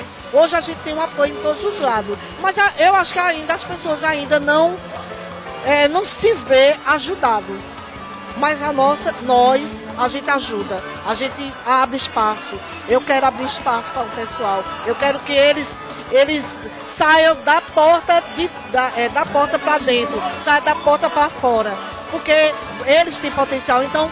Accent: Brazil; moved away; eu sou do Vassoural

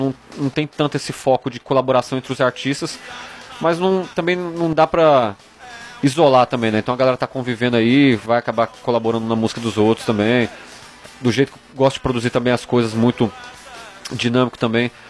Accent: Goiânia, Goiás, Brazil; moved away as an adult; now in Caruaru, Brazil; Goiânia, Goiás.

